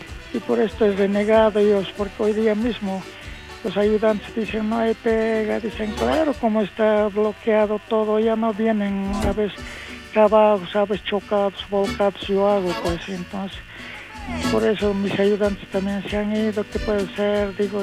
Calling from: Poopó, Oruro, Bolivia; yo soy de Popó también

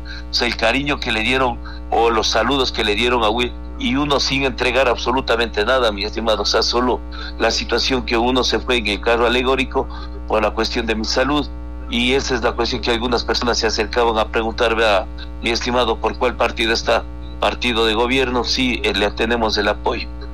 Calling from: Aláquez, Cotopaxi, Ecuador; yo vivo en Alaques

